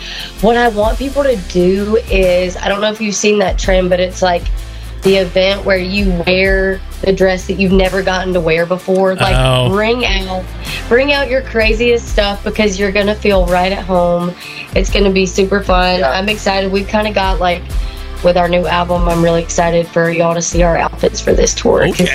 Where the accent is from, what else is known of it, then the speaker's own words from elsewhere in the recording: Alabama, United States; we're from Alabama, so we understand that if we asked them to wear orange in our hometown for Auburn